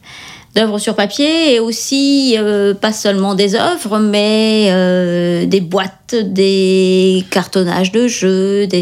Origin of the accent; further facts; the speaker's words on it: Saint-Sauveur, Brittany, France; Non, je suis originaire de Saint-Sauveur, là où je suis installée maintenant. J'ai habité 10 ans à Brest